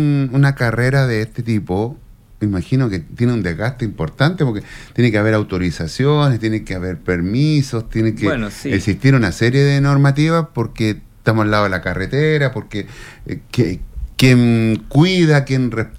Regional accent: Iquique, Tarapacá, Chile; Importante acá en Iquique también.

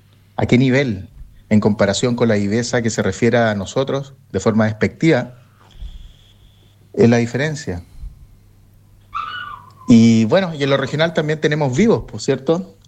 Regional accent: Chile; cuando se refiere a la viveza de nosotros como chilenos

